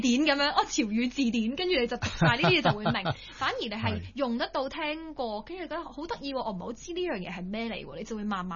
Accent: Hong Kong

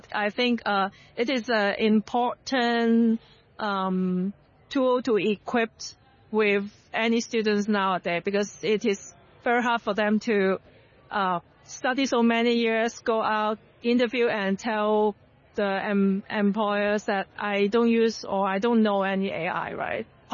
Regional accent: Hong Kong; I'm born and raised in Hong Kong. I grew up in Hong Kong

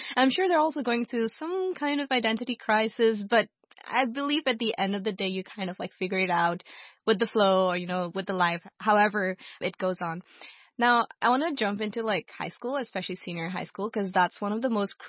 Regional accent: Hong Kong; also born or lived in Azad Kashmir, Pakistan; I'm from Azad Kashmir, Pakistan, and I grew up in Hong Kong.

